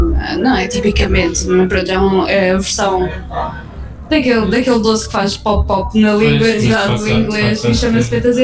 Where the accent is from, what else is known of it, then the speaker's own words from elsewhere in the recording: France; e eu sou francês.